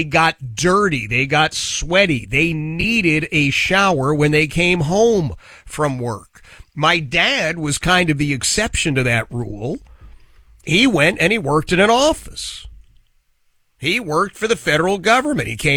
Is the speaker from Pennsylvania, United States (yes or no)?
yes; Philadelphia, Pennsylvania, United States; As I was growing up in Philadelphia, Oxford Circle, in the 1970s and 80s, we were the lunch bucket crowd, right?